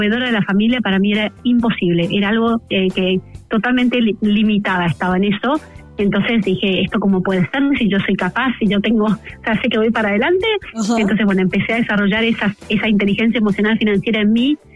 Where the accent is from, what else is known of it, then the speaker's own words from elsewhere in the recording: Argentina; moved away as an adult; also born or lived in England / Chile; yo soy argentina, viví 9 años en Inglaterra y tuvimos a nuestros primeros 2 hijos, después en Chile